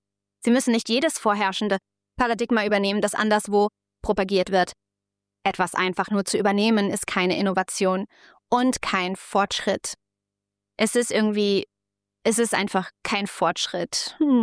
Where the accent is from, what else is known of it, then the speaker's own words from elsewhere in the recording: Ethiopia; Wie Sie wissen, bin ich in Äthiopien geboren und aufgewachsen und ich mache mir große Sorgen zum Beispiel über das Crypto-Mining, das sich in Äthiopien ausgebreitet hat